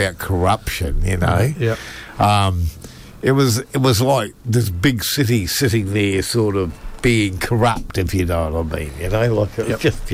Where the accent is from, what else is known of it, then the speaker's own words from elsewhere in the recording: Cambridge, Waikato, New Zealand; growing up in Cambridge